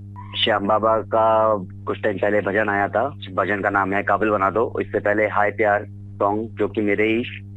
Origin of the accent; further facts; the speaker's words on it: Bareilly, Uttar Pradesh, India; और मैं बरेली से बिलोंग करता हूँ।